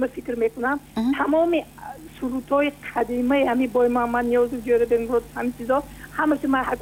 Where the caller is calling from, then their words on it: Dushanbe, Tajikistan; ман аз шаҳри душанбе як нафақахӯр